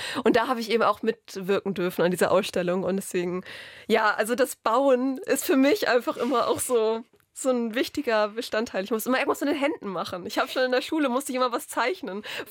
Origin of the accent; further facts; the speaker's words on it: Northern Germany, Germany; Natürlich, ich komme aus dem Norden, ich habe diesen Nordentext geschrieben.